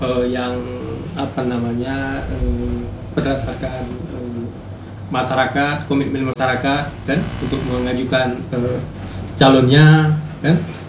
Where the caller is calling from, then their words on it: Indonesia; Di Pusung Baru, Kecamatan Badas.